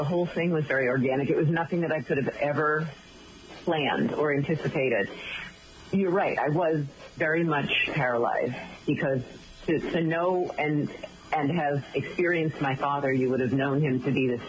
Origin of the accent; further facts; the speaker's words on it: Massachusetts, United States; We're just north of Boston, so we were in my hometown.